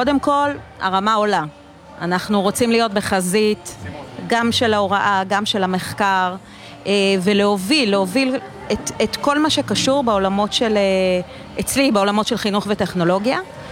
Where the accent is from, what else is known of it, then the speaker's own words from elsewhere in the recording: Nahariya, Northern District, Israel; also born or lived in Tel Aviv; now in Kfar Vradim, Israel; אני מהצפון, אני גרה בכפר ורדים, במקור מנהריה.